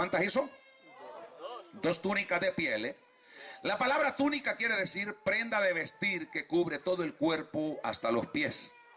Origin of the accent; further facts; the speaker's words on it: Honduras; porque yo soy hondureño. Alabia a Dios si puede. Yo soy nacido en Honduras. Bueno, me crecí aquí